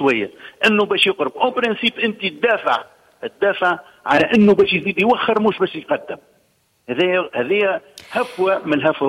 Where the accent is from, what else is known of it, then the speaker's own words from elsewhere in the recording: Tunisia; احنا ماذا بينا كبلادنا كتونس